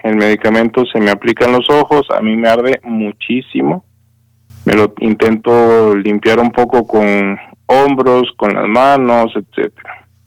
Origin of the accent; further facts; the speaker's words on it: San José, Costa Rica; moved away as an adult; now in Guadalajara, Mexico; soy de Costa Rica, la ciudad de San José. Tengo 35 años y me vine aquí a Guadalajara ya hace poquito más de 5 años.